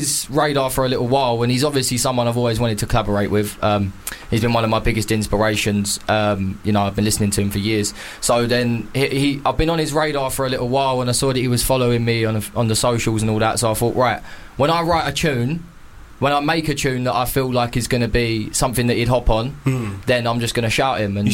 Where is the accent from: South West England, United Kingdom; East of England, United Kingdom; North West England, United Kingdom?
East of England, United Kingdom; I come from Essex. Obviously, I've got family in London as well. So we sound quite similar.